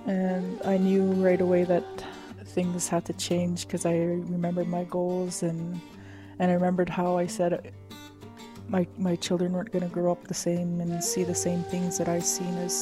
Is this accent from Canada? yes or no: yes; James Smith Cree Nation, Saskatchewan, Canada; I'm from the James Smith Cree Nation in Saskatchewan. As I grew up on the reserve in James Smith, I kind of had a carefree life. No worries, no nothing. We just able to roam around. We lived, had a farm, riding horses